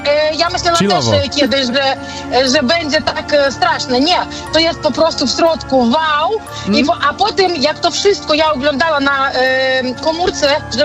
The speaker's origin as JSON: {"language": "Polish", "country": "Belarus", "second_language": "Polish", "said": "ja jestem z Białorusi, ja nie jestem z Polski. No. I tak nie bardzo dokładnie gadam po polsku."}